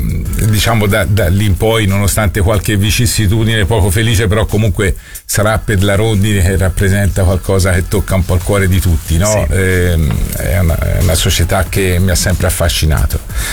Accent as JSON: {"language": "Italian", "town": "Rosignano Marittimo", "region": "Tuscany", "country": "Italy", "also_born_or_lived": "Florence", "said": "Io premetto che non sono fiorentino, sono stato adottato da Firenze e amo questa città, la frequento da quando avevo 14 anni, che facevo forca a scuola e venivo da Rosignano a Firenze"}